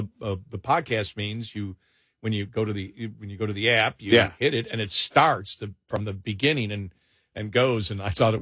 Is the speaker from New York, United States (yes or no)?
yes; Buffalo, New York, United States